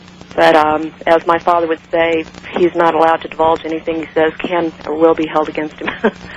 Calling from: Destin, Florida, United States; I'm from Destin

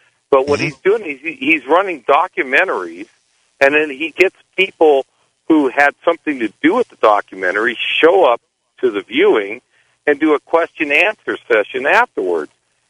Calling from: San Francisco Bay Area, California, United States; I'm calling from the San Francisco Bay Area

